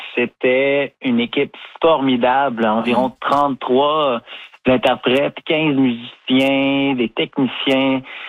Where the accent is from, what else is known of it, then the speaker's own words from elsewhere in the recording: Shawinigan, Quebec, Canada; moi, j'ai grandi à Shawinigan, mais j'ai été au Collège Marie de l'Incarnation pendant mon secondaire.